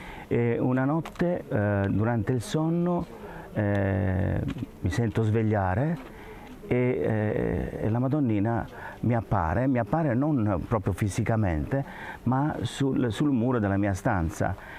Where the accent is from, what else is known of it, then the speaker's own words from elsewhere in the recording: Castellana Grotte, Apulia, Italy; vengo dall'Italia, il mio paese di origine è Castellana Grotta in provincia di Bari, Puglia. Vivo in un santuario mariano che si chiama Santuario Madonna della Vetrana